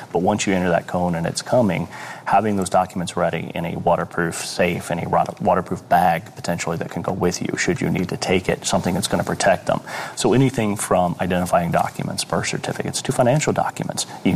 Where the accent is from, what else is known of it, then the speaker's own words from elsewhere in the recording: Midwest, United States; now in Florida, United States; I'm from the Midwest originally, but you see so much fraud down here